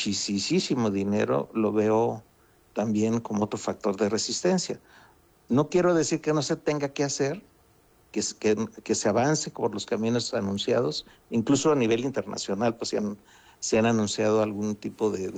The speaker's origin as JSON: {"language": "Spanish", "country": "Mexico", "said": "y de ese número mínimo, el 80% somos mexicanos."}